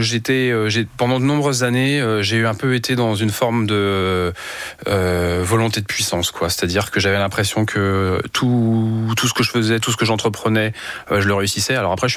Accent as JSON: {"language": "French", "region": "Pays de la Loire", "country": "France", "tie": "born or raised there", "lives_now": "Vannes, France", "said": "j'ai passé donc 24 heures donc dans le Maine-et-Loire, là où j'ai grandi, où mes parents avaient encore leur maison à cette époque-là."}